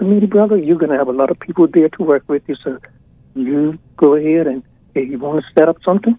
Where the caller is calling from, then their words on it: Bermuda; No, we just have to be Bermudians